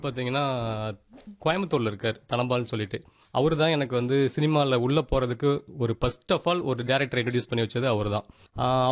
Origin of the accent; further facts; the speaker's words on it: Tiruchirappalli district, Tamil Nadu, India; moved away as an adult; திருச்சி மாவட்டம் துறையூர் வட்டம், ஒரு ஆதனூர்ன்ற ஒரு சின்ன கிராமத்துலேருந்து காலேஜ் படித்தேன்.